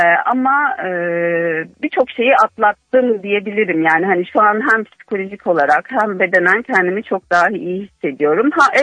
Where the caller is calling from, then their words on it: Şanlıurfa, Turkey; Şanlıurfa'dan arıyorum